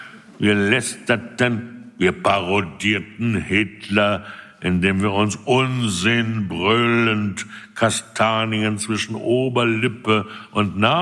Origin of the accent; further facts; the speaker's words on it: Lower Saxony, Germany; ich bin in Südniedersachsen aufgewachsen